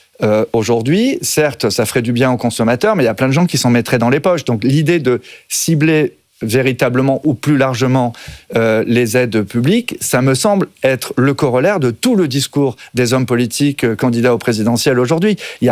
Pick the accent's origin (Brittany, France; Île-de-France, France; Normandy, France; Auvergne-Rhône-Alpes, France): Brittany, France; Moi, je suis breton, j'achète produits en Bretagne.